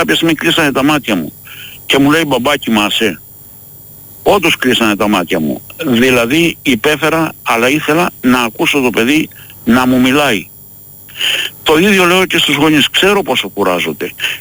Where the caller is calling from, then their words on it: Ilioupoli, Attica, Greece; από την Ηλιούπολη.